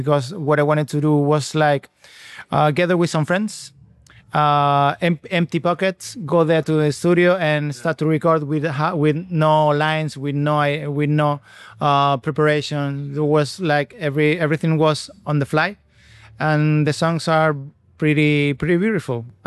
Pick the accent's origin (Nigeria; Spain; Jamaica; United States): Spain; Tenerife, Canary Islands; first language Spanish; English is a second language; I come from Tenerife, Canary Islands, back there in the Atlantic